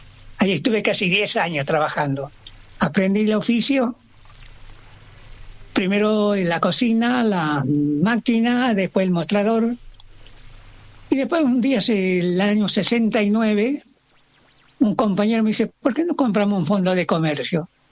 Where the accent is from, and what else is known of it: La Aurora, Santiago del Estero, Argentina; born there